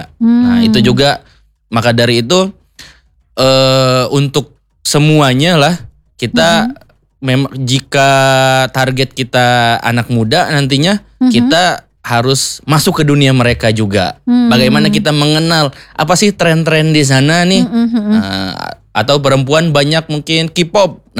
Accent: Sundanese lands, Indonesia; accent: Sundanese; now in Banyumas, Indonesia; Saya aslinya sih sebenarnya bukan dari Banyumas. Okay. Jadi kalau misalkan ada lebih ke Sunda-Sunda gitu, memang okay, saya aslinya dari Sunda.

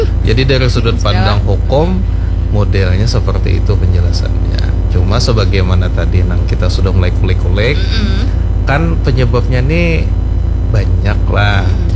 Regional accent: South Kalimantan, Indonesia; Jadi kita ini sebenarnya orang Banjar ini dikenal secara budaya itu sangat agamis.

